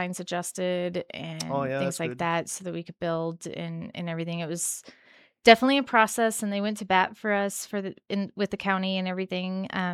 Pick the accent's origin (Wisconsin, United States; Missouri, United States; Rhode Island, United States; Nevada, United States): Nevada, United States; Las Vegas; moved away; we're from Vegas.